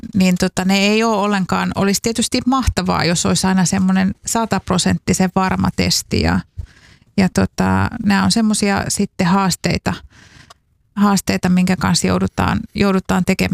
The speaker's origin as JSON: {"language": "Finnish", "town": "Saarijärvi", "region": "Central Finland", "country": "Finland", "said": "Joo, nyt täytyy sanoa, että mähän olen Saarijärveltä kotoisin."}